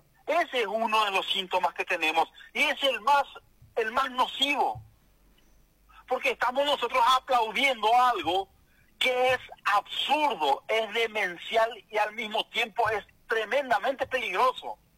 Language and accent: Spanish; Paraguay